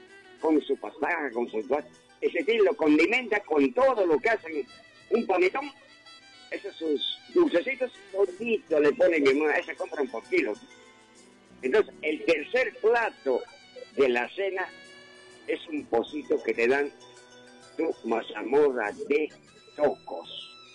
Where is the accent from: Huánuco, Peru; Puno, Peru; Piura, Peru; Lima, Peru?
Huánuco, Peru; mis paisanos de Huánuco